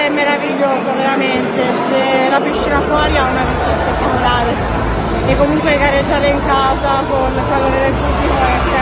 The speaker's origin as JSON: {"language": "Italian", "town": "Taranto", "region": "Apulia", "country": "Italy", "moved": "yes", "said": "Anni fa non c'avevamo neanche la piscina, io sono dovuta andare via"}